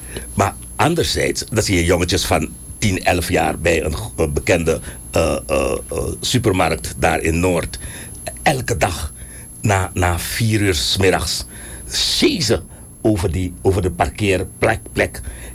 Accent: Suriname

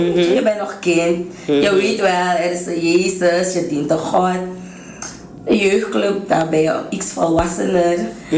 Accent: Nigeria; Ik ben trots om dat te zeggen. Ik ben een Nigeriaanse vrouw. En ja, daar ben ik gevormd.

